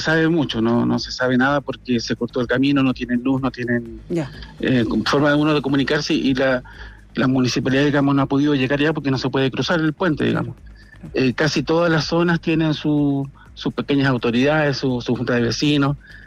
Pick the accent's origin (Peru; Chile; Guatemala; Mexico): Chile; Coquimbo; Llevo 3 años, pero soy de aquí, soy del Valle del Quillo. Y, pero he estado aquí en muchas partes, he estado en Comorbalá, he estado en Montepatria, así que más o menos conozco.